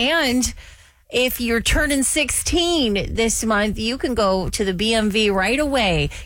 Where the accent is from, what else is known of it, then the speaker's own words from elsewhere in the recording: Illinois, United States; now in Indiana, United States; I grew up in Illinois